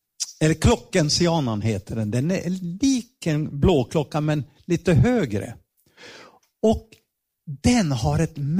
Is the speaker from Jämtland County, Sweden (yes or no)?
no; Ludvika, Dalarna County, Sweden; För vi växte upp i Ludvika. Nästan grannar med varandra.